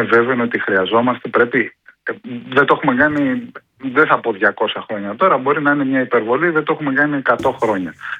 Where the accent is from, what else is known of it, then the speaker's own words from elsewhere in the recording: Thalames, Peloponnese, Greece; από το χωριό μου στις Θαλάμες, στις Δυτικές Μάνες